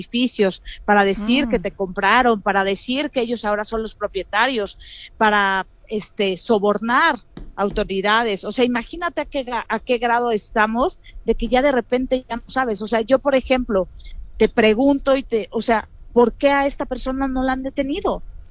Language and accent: Spanish; Mexico; yo amo México, soy mexicana y lo amo